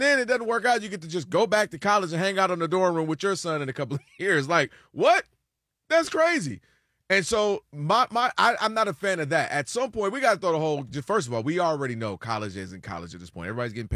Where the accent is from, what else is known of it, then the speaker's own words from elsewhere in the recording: Ann Arbor, Michigan, United States; I'm born and raised in Ann Arbor.